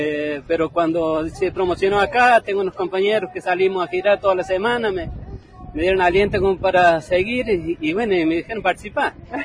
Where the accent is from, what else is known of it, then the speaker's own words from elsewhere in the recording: Luján, Buenos Aires Province, Argentina; Sí, local.